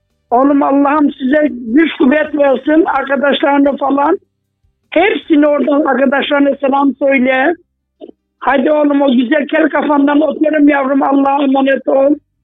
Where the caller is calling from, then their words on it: Bafra, Samsun, Turkey; Kafra'dan arıyorum. Samsun Bafra'dan.